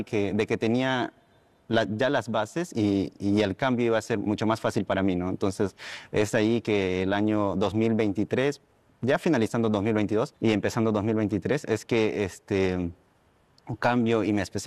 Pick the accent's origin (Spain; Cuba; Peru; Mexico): Peru; me di cuenta de que la minería es un sector bastante importante aquí en el Perú